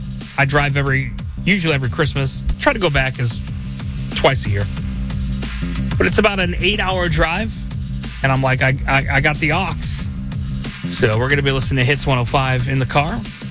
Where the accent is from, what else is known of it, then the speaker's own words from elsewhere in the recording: Chicago, Illinois, United States; moved away; I'm from Chicago. She's going to get to see my hometown.